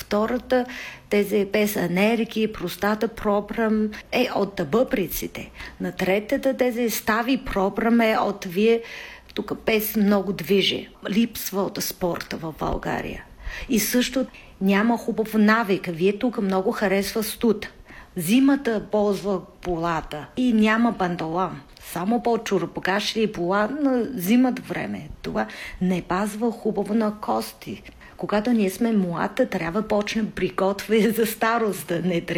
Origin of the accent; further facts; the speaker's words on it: China; Bulgarian is a second language; moved away as an adult; now in Bulgaria; аз забравя съм китайка